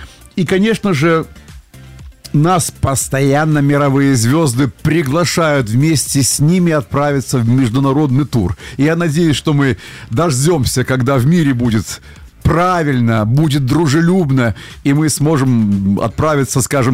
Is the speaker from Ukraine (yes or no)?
no; Belarus; вот мы, белорусы